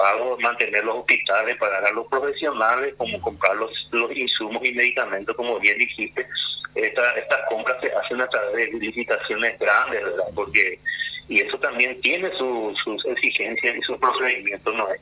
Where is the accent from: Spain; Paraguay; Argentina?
Paraguay